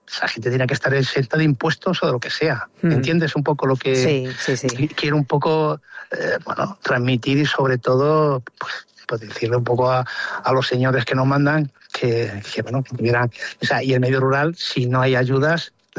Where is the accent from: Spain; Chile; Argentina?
Spain; Extremadura; yo soy extremeño y yo fui uno de los promotores de la Feria Nacional del Queso de Trujillo.